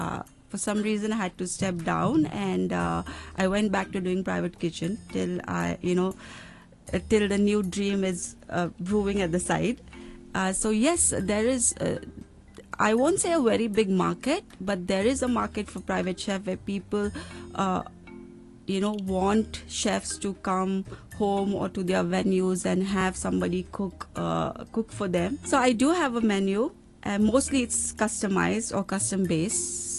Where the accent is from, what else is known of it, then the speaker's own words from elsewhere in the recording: India; So for me as an Indian, if I'm not grown up eating butter chicken every day or a naan every day.